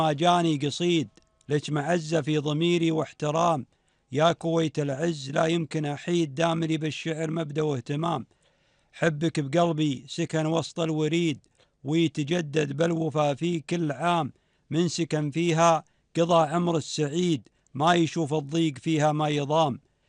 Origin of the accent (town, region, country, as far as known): Kuwait